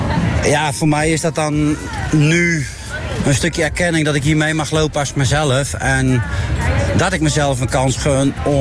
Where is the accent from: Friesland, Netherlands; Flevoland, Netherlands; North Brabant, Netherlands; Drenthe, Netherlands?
Friesland, Netherlands; ik kom zelf uit Friesland.